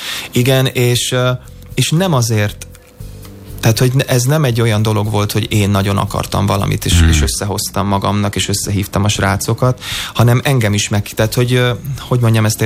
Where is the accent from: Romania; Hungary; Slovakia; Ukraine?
Hungary; moved away as an adult